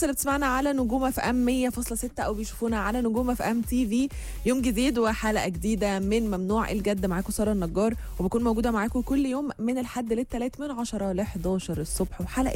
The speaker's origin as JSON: {"language": "Arabic", "country": "Egypt", "said": "إحنا كلنا كمصريين"}